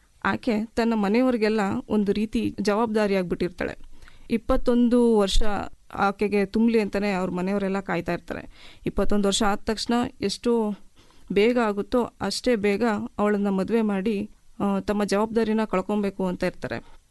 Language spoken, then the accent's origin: Kannada; Mamballi, Karnataka, India; ತಾಯಿ ಶೋಭಾ. ನಮ್ಮೂರು ಚಾಮರಾಜನಗರ ಜಿಲ್ಲೆ ಯಳಂದೂರು ತಾಲೂಕಿನ ಮಾಂಬಳ್ಳಿ ಗ್ರಾಮ.